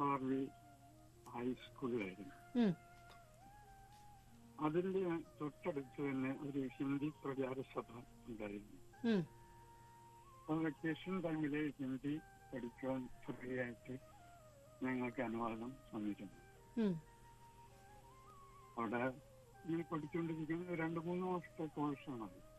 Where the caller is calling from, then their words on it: Maradu, Kerala, India; മരടിന്ന്.